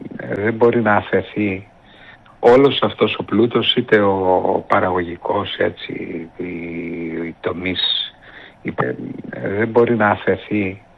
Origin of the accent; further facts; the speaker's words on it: Keramoti, Eastern Macedonia and Thrace, Greece; now in Heraklion, Greece; Και χρόνια πολλά στο χωριό μου, στην Κεραμωτή, που σήμερα είναι το Αγίου Μύρωνα.